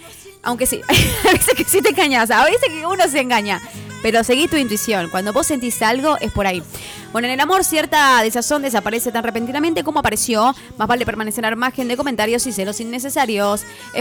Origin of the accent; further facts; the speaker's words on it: Tucumán, Argentina; Somos tucumanos